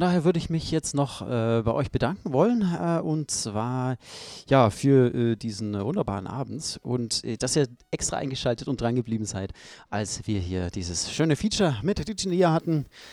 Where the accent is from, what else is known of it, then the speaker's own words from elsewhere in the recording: Baden-Württemberg, Germany; ich komme halt aus dem Schwaberländle.